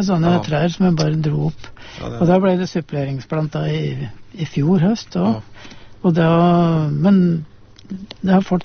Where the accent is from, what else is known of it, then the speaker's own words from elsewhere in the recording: Østmodum, Buskerud, Norway; gården hjemme på Østmodum